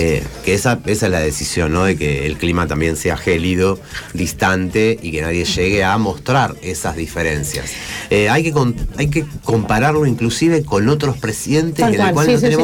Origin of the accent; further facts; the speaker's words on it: Rosario, Santa Fe, Argentina; las lecturas desde Rosario, como rosarinas y rosarinos.